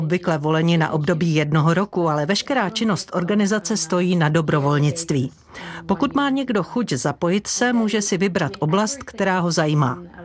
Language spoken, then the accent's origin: Czech; Sweden; moved away as an adult; now in Prague, Czech Republic; a já jsem ze Švédska.